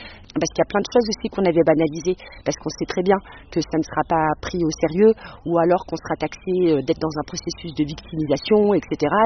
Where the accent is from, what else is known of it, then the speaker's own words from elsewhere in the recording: Espaly-Saint-Marcel, Auvergne-Rhône-Alpes, France; now in Le Puy-en-Velay, France; J'ai grandi à Espagny-Saint-Marcel. J'habite maintenant le Puy.